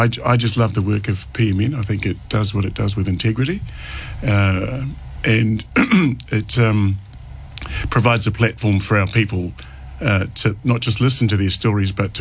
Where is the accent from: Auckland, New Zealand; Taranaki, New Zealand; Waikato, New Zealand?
Auckland, New Zealand; moved away as an adult; also born or lived in Cook Islands; now in Wellington, New Zealand; I was born in Ponsonby. Mm-hmm. That generation that lived in Ponsonby.